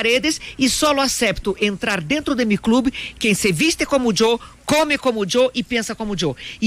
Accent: Colombia; Entonces, somos colombianos.

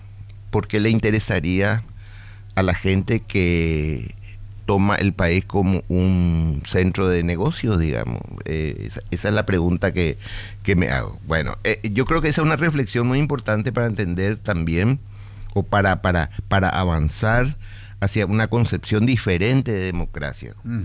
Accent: Paraguay

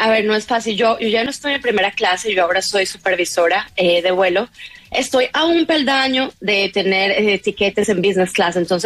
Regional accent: Colombia; por ser colombiana y bella

